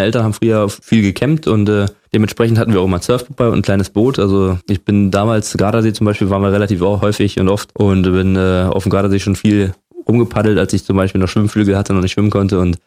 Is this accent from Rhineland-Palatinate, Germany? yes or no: no; Berlin, Germany; now in Brandenburg, Germany; Und dementsprechend, wie gesagt, bin ich auch wirklich jetzt Brandenburger und nicht mehr Berliner.